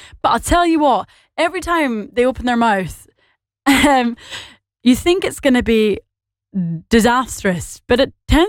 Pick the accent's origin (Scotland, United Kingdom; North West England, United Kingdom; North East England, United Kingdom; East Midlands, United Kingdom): Scotland, United Kingdom; accent: Scottish with a Northern Irish twang; also born or lived in Northern Ireland; you'll recognize that my accent is not, it's not really English, is it? In fact, it's not at all English. It's fully and completely Scottish with an Irish, well, Northern Irish twang, if we're being correct about these things. So, my mother is Northern Irish, my father is Scottish.